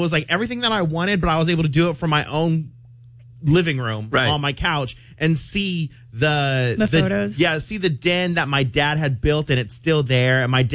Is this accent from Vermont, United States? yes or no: no; Hobbs, New Mexico, United States; moved away; Yes, I was born in Hobbs, New Mexico, and the first house I remember growing up in was on a street named Brecken Street.